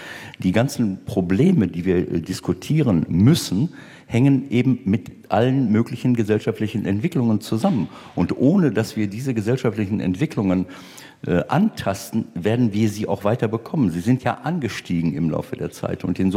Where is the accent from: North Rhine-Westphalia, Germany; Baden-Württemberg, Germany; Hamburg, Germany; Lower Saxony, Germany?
North Rhine-Westphalia, Germany